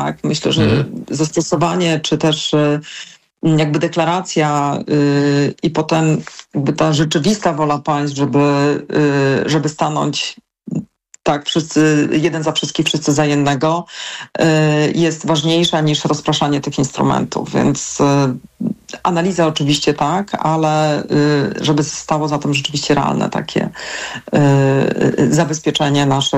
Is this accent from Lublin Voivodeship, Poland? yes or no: yes; Lublin Voivodeship, Poland; pochodzę z Lubelszczyzny